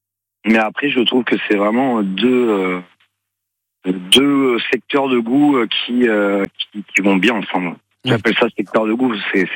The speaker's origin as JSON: {"language": "French", "region": "Nouvelle-Aquitaine", "country": "France", "said": "Donc et j'ai un amour profond pour mon Périgord parce que je suis du Périgord."}